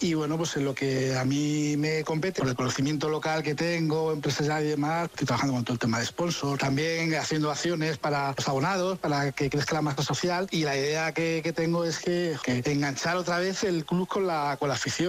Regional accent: Alcorcón, Community of Madrid, Spain; yo soy de Alcorcón de toda la vida.

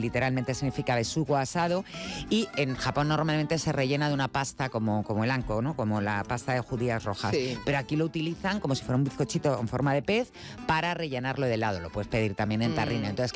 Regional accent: Madrid, Community of Madrid, Spain; born there

